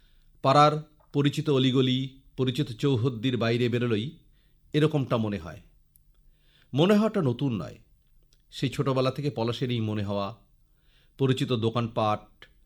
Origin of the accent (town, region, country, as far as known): Guwahati, Assam, India; born there; moved away; also born or lived in Jalpaiguri